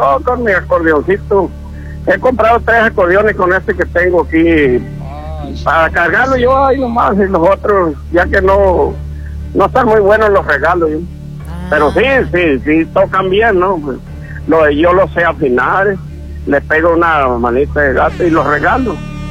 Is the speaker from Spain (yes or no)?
no; Sanalona, Sinaloa, Mexico; yo soy de San Alona.